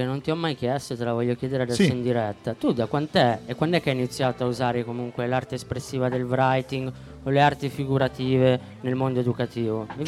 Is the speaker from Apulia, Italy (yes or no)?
yes; Taranto, Apulia, Italy; sono tarantino io, quindi di origini pugliesi